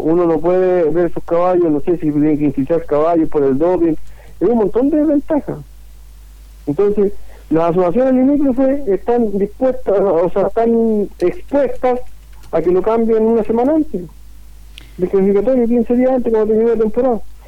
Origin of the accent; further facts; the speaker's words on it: Puerto Montt, Los Lagos, Chile; yo soy sureño, yo soy de Puerto Montt, y en Puerto Montt y el sur mucho